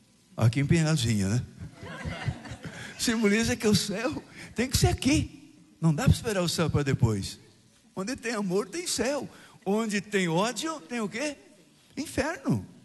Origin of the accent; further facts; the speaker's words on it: Rio de Janeiro, Brazil; eu vim do Rio de Janeiro, e estou aqui agora